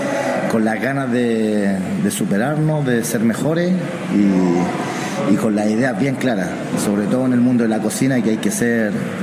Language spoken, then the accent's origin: Spanish; Santiago, Santiago Metropolitan Region, Chile; moved away as an adult; also born or lived in Arica, Chile; now in Europe; Arica, nací en Arica y me crié en Santiago.